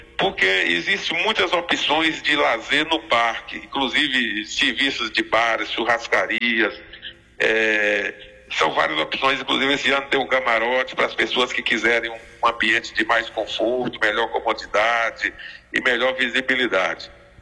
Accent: Lagoa Real, Bahia, Brazil; Porque a gente é de Lagoa Real e quer o melhor para a nossa terra.

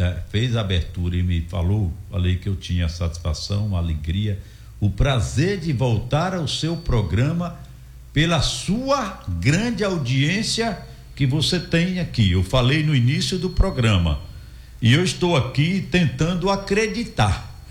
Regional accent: Guanambi, Bahia, Brazil; Essa é minha terra, esse é meu espaço, esse foi o lugar determinado por Deus através da minha mãe, que criou seus 10 filhos e que quase todos moram aqui

